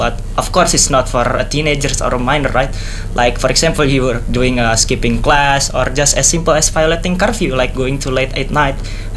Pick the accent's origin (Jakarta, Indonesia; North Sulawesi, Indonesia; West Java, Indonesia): Jakarta, Indonesia; English is a second language; now in East Java, Indonesia; And I'm originally come from Jakarta, but now I'm taking education right here.